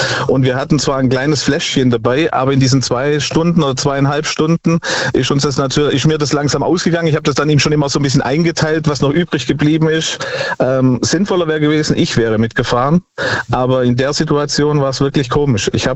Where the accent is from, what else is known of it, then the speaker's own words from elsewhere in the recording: Baden-Württemberg, Germany; Ja, ich komme aus Gnähren bei Tübingen.